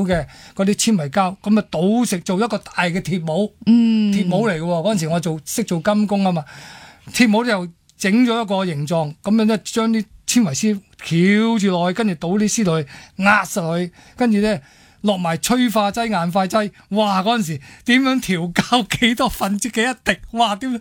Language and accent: Cantonese; Hong Kong; 我哋嚟自香港